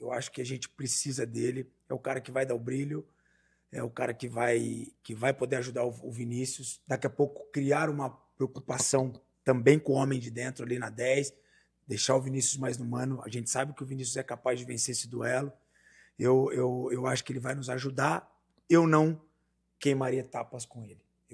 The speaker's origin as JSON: {"language": "Portuguese", "country": "Brazil", "said": "Nós somos brasileiros."}